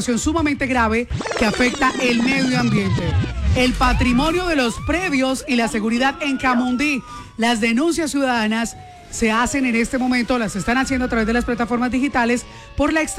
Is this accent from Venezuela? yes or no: no; Colombia; Somos de Colombia.